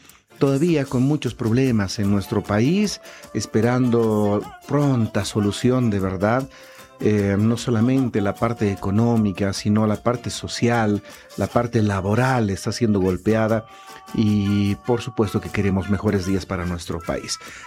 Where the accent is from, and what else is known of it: Bolivia